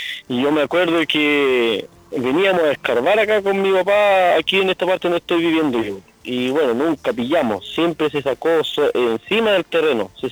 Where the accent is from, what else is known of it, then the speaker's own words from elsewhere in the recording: Osorno, Los Lagos, Chile; born there; yo nací ahí en Osorno, mis papás son de acá, están dentro de la comunidad.